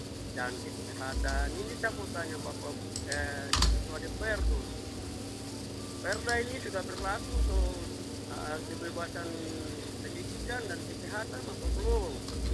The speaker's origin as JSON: {"language": "Indonesian", "region": "Papua", "country": "Indonesia", "said": "berarti kita berusaha sendiri dari usaha sendiri sebagai orang Papua yang bisa mandiri sendiri."}